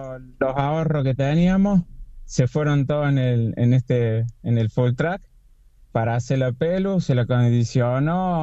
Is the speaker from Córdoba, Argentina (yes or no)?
yes; Córdoba, Argentina; Terrible cordobés.